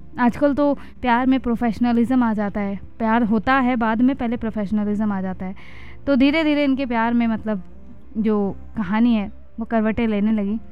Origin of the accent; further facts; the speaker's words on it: Uttar Pradesh / Bihar, India; हमारे यहाँ यूपी बिहार में तिलक होता है, तिलकोत्सव।